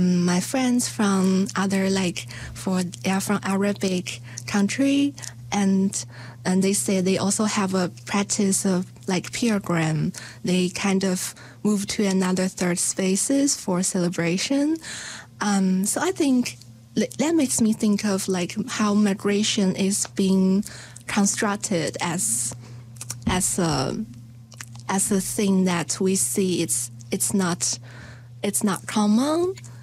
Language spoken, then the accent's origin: English; Sichuan, China; moved away as an adult; now in Dunedin, New Zealand; in my hometown, Sichuan province, we will have a local dialect called Zaoholu.